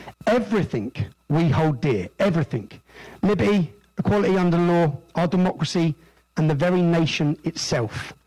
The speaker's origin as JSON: {"language": "English", "town": "Luton", "region": "East of England", "country": "United Kingdom", "tie": "born or raised there", "said": "That's my hometown, the town I love, the town I've seen change."}